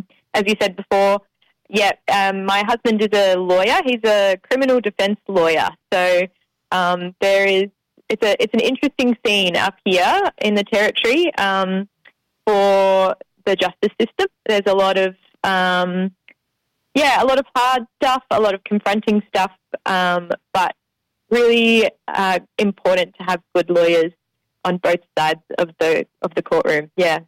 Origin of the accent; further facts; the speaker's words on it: Kyneton, Victoria, Australia; moved away as an adult; also born or lived in Melbourne, Australia / Alice Springs, Australia; now in Darwin, Australia; I'm a Victorian. I grew up in Kyneton, just down the road. So, was Victoria, Melbourne-based for university. And, but straight out of uni, I moved to the Northern Territory for teaching.